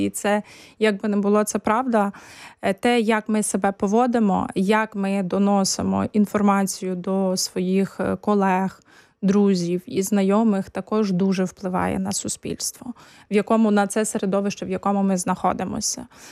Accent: Ternopil Oblast, Ukraine; now in Poland; Я з Тернопільської області

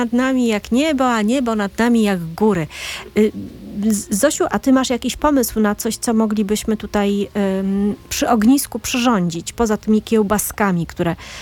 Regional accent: Poznań, Greater Poland Voivodeship, Poland; Jestem poznanianką

